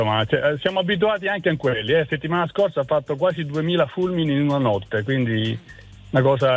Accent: Apulia, Italy; born there; now in Bolzano, Italy; io chiamo da Bolzano perché vivo a Bolzano da tantissimi anni, okay. Ma sono salentino di nascita.

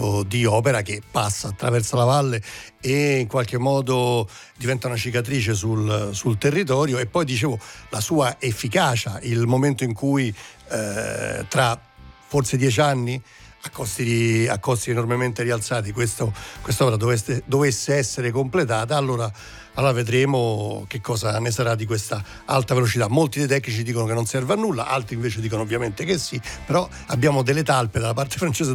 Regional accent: Turin, Piedmont, Italy; da torinese ti dico vieni a Torino

